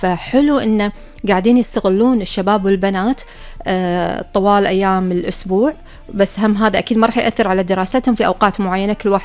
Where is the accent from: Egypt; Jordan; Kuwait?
Kuwait